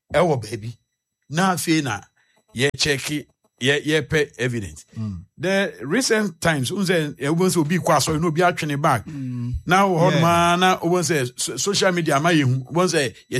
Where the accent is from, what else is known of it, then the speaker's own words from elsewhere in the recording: Ghana; And immediately, as a country, as a Ghanaian